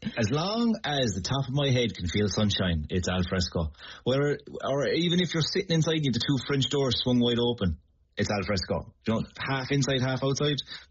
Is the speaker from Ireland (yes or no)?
yes; Ireland; You have this, as an Irish person, or any person living in Ireland, you have this crippling stress when you see sunshine